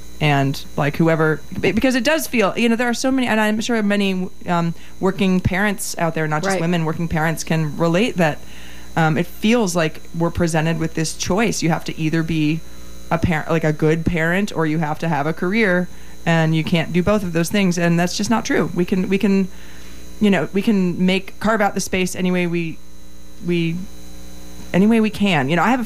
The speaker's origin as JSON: {"language": "English", "region": "New Jersey", "country": "United States", "tie": "born or raised there", "also_born_or_lived": "New York City", "moved": "yes", "said": "I lived in New York City for 7 years. I grew up in Jersey, playing bluegrass with my dad. You know, it's like Little House on the Turnpike."}